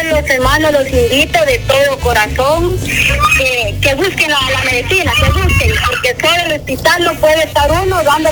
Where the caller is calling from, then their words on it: La Campa, Lempira, Honduras; Yo soy de la Campa, de la Campa Lempira, de una aldea que le dicen Mataras.